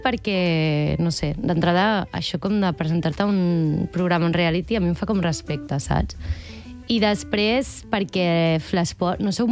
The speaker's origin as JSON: {"language": "Catalan", "town": "La Roca del Vallès", "region": "Catalonia", "country": "Spain", "said": "Jo sóc de la Roca del Vallès"}